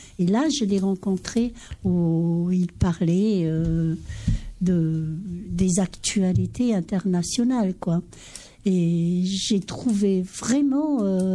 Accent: Madagascar; now in France; notre pays à Madagascar, mais nous aussi on est malgache, mais on vit en France

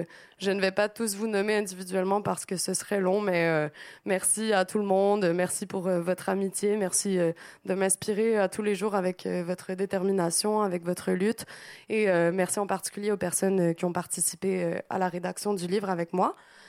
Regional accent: Quebec, Canada; moved away as an adult; now in Paris, France; je suivais à distance du Québec parce que je suis originaire du Québec. Donc, quand je suis arrivée à Paris

